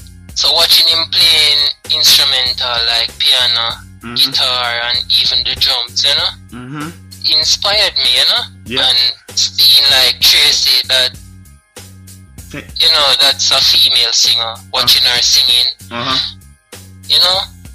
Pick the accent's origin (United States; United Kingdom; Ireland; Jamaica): Jamaica; Mandeville, Manchester; I'm from Mandeville.